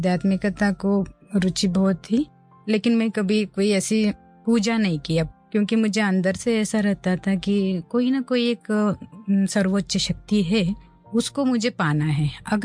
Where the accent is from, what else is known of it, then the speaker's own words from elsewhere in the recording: Haliyal, Karnataka, India; now in Mount Abu, India; मैं ऐसे कर्नाटक से कारवार डिस्ट्रिक्ट में हलियाल करके आता है, वो भरे तालुका प्लेस है, लेकिन वहाँ का सारा वातावरण यानी 30-40 साल पहले एक गांव का ही था, तो गांव के वातावरण में ही हम पले बड़े हैं।